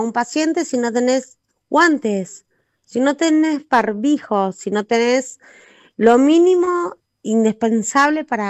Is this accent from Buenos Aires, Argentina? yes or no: yes; Recoleta, Buenos Aires, Argentina